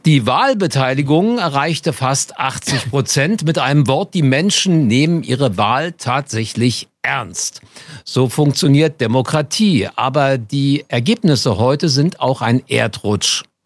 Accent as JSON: {"language": "German", "region": "Berlin", "country": "Germany", "tie": "born or raised there", "said": "Ich bin genau wie du gebürtiger Berliner. Wir sind beide Westberliner"}